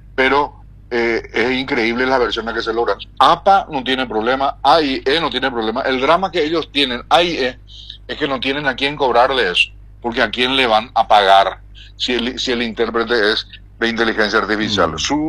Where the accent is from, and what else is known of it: Paraguay